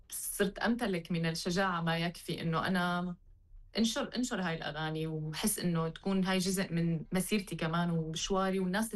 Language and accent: Arabic; Northeast Syria, Syria; أنا من سوريا، بس نحن يعني هو من شمال العراق وأنا من شمال شرق سوريا،